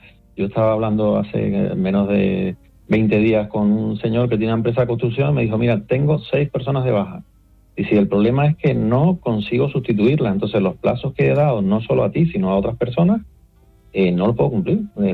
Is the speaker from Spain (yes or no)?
yes; Puerto de la Cruz, Canary Islands, Spain; yo soy de Puerto de la Cruz